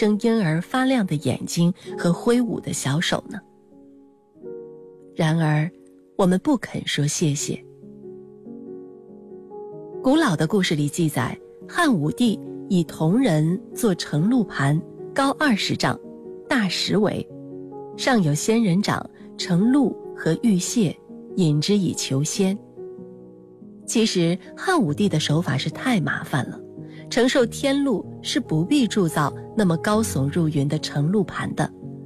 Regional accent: China; 作为一个中国人，我更能接受的是前一种态度

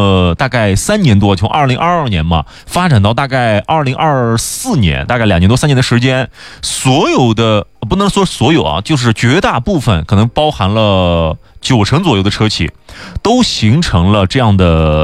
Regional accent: China; 我们中国人

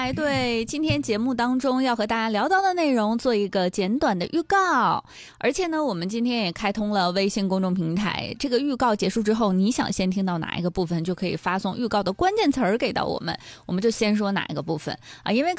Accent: Dalian, Liaoning, China; 用我们大连话来说它是个会儿。

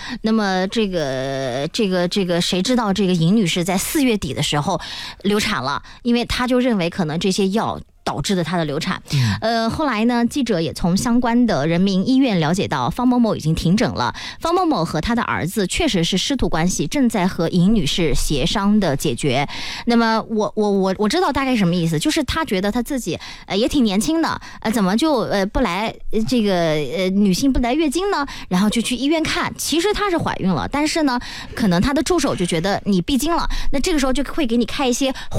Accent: China; 我们中国人

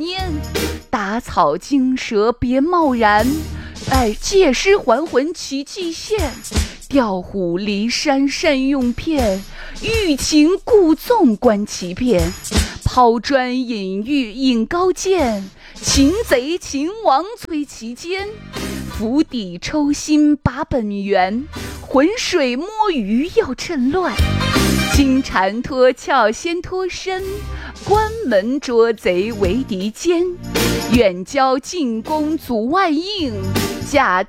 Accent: Shaanxi, China; 很多人他不会跟陌生人攀谈，我们陕西人会

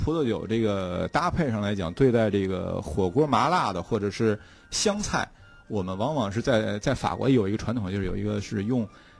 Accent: China; 我们中国人身上很熟悉的

